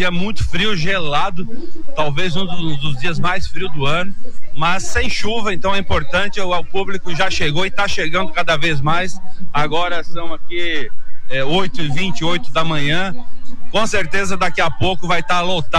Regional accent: Brazil; nós como brasileiros

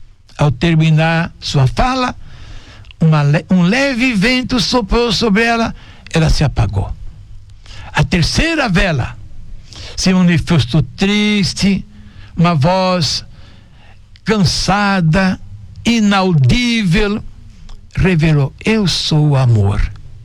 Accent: Rio Fortuna, Santa Catarina, Brazil; moved away; Em Rio Fortuna, que eu estive ontem, na minha terra natal, não tem desempregado.

